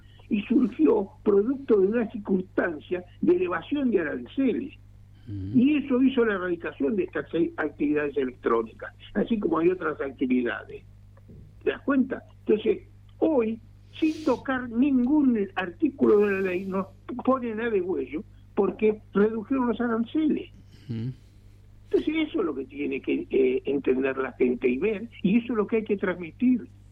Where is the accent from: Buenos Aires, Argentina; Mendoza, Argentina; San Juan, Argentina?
Buenos Aires, Argentina; born there; now in Tierra del Fuego, Argentina; Yo te digo porque soy porteño, aunque sea por vivir o por opción, yo nací en la capital federal.